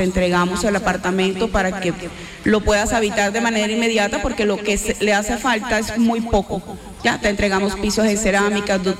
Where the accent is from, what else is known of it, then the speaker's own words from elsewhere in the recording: Barranquilla, Atlántico, Colombia; Soy de Barranquilla.